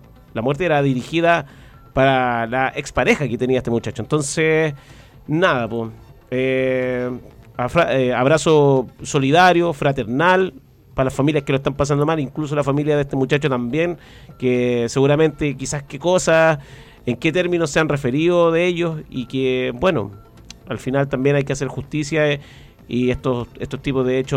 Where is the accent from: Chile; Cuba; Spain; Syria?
Chile; Pichidegua, O'Higgins; nosotros somos de Pichidegua y tenemos una vinculación con la comuna, y también un cariño muy grande por San Vicente